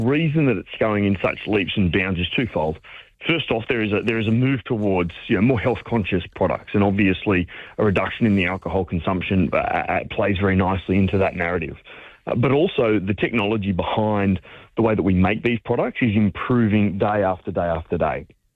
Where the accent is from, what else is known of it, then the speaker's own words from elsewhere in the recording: Australia; as Australian winemakers